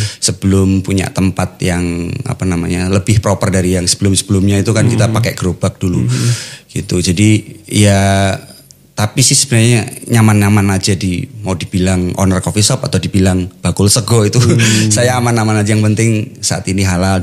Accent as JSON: {"language": "Indonesian", "town": "Tulungagung", "region": "East Java", "country": "Indonesia", "also_born_or_lived": "Jakarta / Surabaya"}